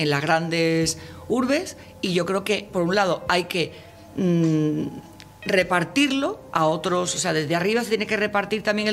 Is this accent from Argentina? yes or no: no; Seville, Andalusia, Spain; also born or lived in Madrid; mira que yo no soy de Sevilla, bueno, soy sevillana, pero soy nacida en Madrid, pero considero que aquí se vive con pasión, se siente.